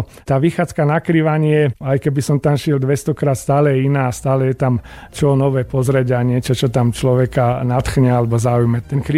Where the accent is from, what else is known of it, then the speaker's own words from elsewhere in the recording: Bratislava, Bratislava Region, Slovakia; niekedy sa aj hanbím priznať, že som Bratislavčan, ale väčšinou teda sa priznám a nájde sa nejaká spoločná reč.